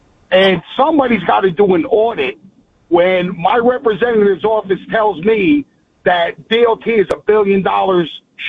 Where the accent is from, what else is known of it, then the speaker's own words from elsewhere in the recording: New Jersey, United States; moved away as an adult; I'm from Jersey originally. I've been out here about 8 years